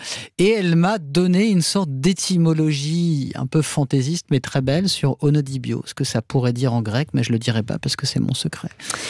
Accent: Le Havre, Normandy, France; moi je viens du Havre, une ville, un port, voilà, ouvert sur l'horizon, avec des cargos, etc.

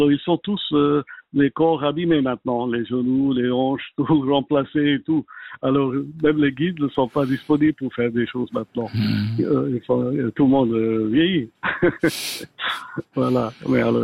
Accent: Geneva, Switzerland; born or raised there

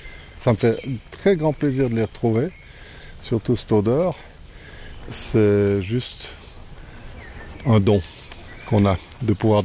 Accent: Lutry, Vaud, Switzerland; J'ai grandi à Lutry

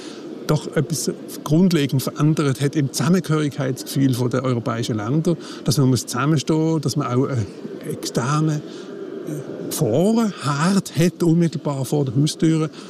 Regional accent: Switzerland; da stellt man sich ab und zu die Frage als Schweizer, ja, was heisst das für uns?

